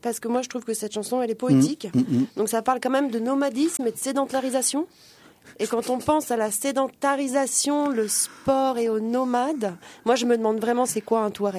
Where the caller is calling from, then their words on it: Varangéville, Grand Est, France; je viens de Varangéville